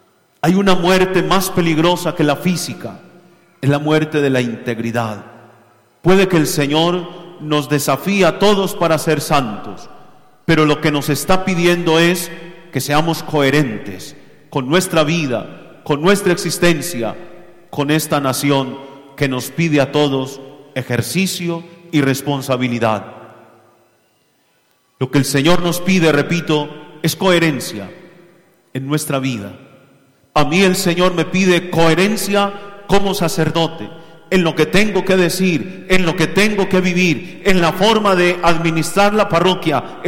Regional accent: Colombia

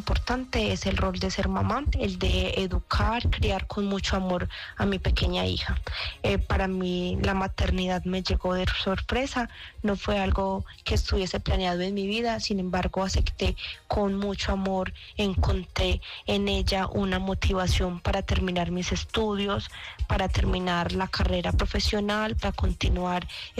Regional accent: Ituango, Antioquia, Colombia; born or raised there

